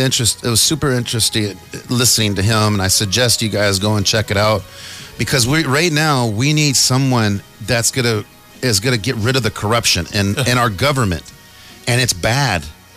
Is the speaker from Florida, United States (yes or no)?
no; Riverside, California, United States; I'm from Riverside myself, Riverside City.